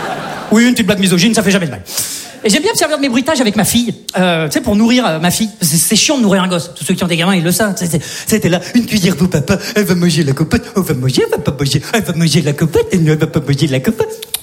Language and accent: French; Saint-Etienne, Auvergne-Rhône-Alpes, France; Tu vois, moi, je viens de Saint-Etienne. Globalement, chez nous, t'as faim, tu prends une arbalète, tu vas chasser, ça s'arrête là, quoi.